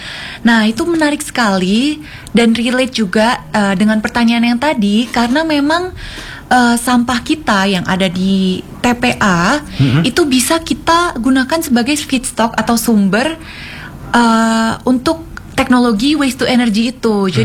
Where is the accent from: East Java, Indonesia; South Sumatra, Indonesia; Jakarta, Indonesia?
Jakarta, Indonesia; Lahir dan tumbuh besar di Jakarta, sih.